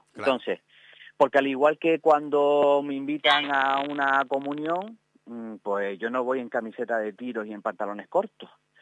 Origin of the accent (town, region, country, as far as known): Canary Islands, Spain